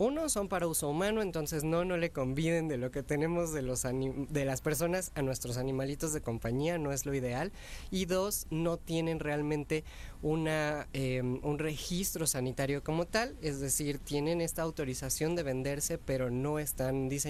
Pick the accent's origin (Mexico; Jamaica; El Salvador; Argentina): Mexico